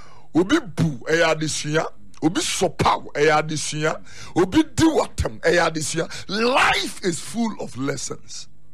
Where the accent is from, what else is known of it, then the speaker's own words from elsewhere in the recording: Accra, Greater Accra, Ghana; I was born in Accra. So I see myself more as a girl than a kwewu person.